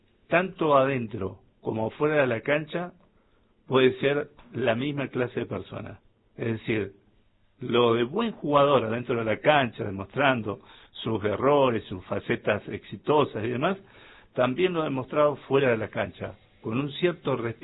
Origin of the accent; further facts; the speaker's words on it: Argentina; Porque creo que nos ha demostrado como argentino de que, estoy opinando por mí